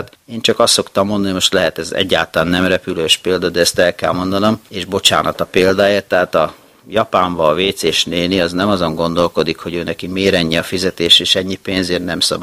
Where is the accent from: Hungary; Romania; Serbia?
Hungary; de azért én magyar ember vagyok, én nekem nagyon fontosak a barátok